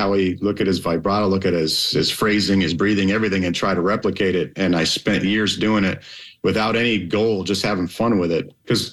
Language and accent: English; Detroit, Michigan, United States; just growing up I grew up in Detroit and you hear it all the time on the radio and during the holidays and whatnot.